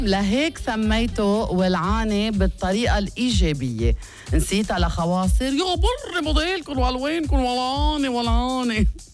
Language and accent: Arabic; Beirut, Beirut Governorate, Lebanon; أنا بيروتية